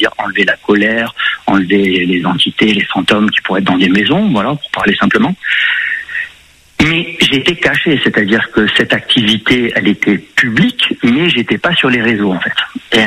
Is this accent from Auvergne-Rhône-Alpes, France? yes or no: no; Aix-en-Provence, Provence-Alpes-Côte d'Azur, France; après moi je viens de Aix-en-Provence au départ.